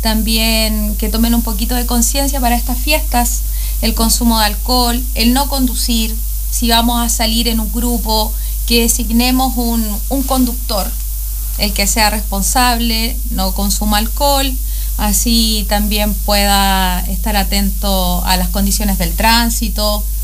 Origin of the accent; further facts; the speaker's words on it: Curicó, Maule, Chile; moved away as an adult; also born or lived in Santiago; now in Coyhaique, Chile; Llegué hace muy poquito a la zona. Llegué en el mes de enero. Así que estamos acostumbrándonos a la Patagonia. Soy oriunda de Curicó. Así que ahí estuve 5 años trabajando por mi institución y me vine a trabajar a Coyhai.